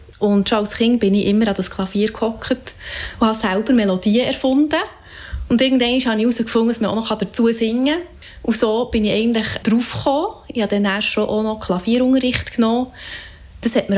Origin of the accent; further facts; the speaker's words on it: Zollikofen, Bern, Switzerland; accent: Bernese dialect; now in Bern, Switzerland; Ich bin ein Berner Mädchen, weil ich bin ganz in der Nähe von Bern aufgewachsen, nämlich zu Zollikofen. Darum bin ich dann gleich mal in Bern gelandet, als ich meine Ausbildung als Kindergärtnerin fertig gemacht habe. Bin ich nachher auf Bern gezogen und wohne jetzt schon sehr, sehr lange in Bern.